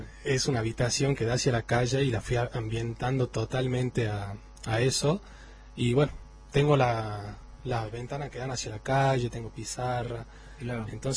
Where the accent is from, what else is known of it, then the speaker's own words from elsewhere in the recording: Jujuy, Argentina; moved away as an adult; also born or lived in Buenos Aires; Yo soy jujeño, pero estando muy lejos de mi provincia es que como que me empecé a dar cuenta de lo que tenía mi provincia en realidad para darme.